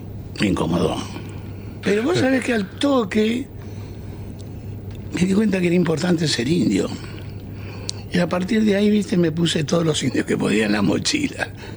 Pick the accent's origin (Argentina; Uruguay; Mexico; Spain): Argentina; como argentino me resultaba fácil vivir en Europa, porque sabía más que ellos de su historia.